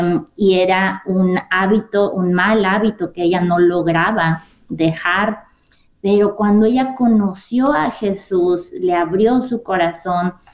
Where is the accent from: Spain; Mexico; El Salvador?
Mexico; yo nací en un hogar cristiano, yo soy mexicana y vivo en el país de México.